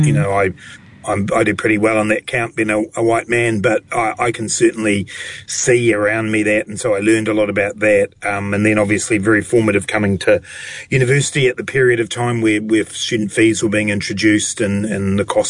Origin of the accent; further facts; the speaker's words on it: Dunedin, Otago, New Zealand; for me, and indeed for my brothers, the growing up in Dunedin in the 80s